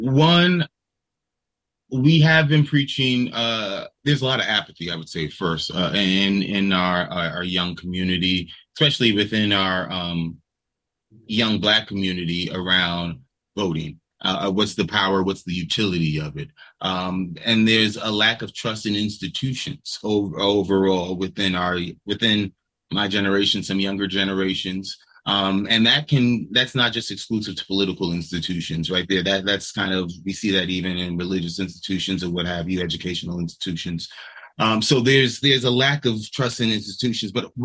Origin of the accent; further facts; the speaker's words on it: New York City, New York, United States; I was born in New York City, lived in every borough except for Queens. I attended both public and private schools. I had the diverse upbringing to live in some of the richest neighborhoods in New York City, but also some of the poorest neighborhoods in New